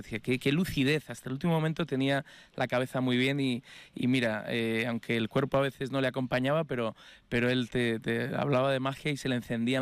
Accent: Spain

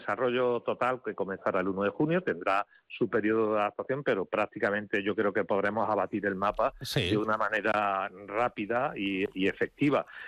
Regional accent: Jaén, Andalusia, Spain; en mi provincia personal, que yo soy de Jaén

